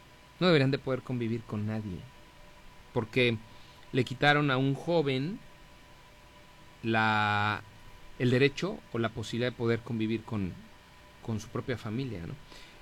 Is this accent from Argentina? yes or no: no; Mexico; como mexicano me sienta menos